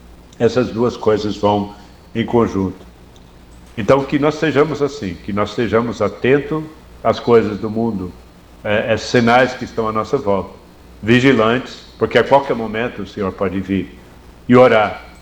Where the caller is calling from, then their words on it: Rio de Janeiro, Brazil; eu falo do Rio de Janeiro